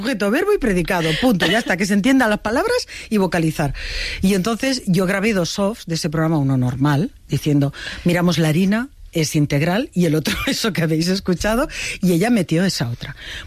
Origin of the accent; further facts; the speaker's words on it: Spain; pero yo quiero saber como ciudadana española cuál ha sido la historia económica del rey emérito